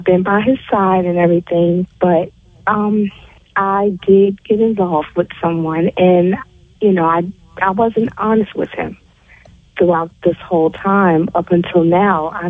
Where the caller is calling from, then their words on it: Georgia, United States; I'm calling from Georgia.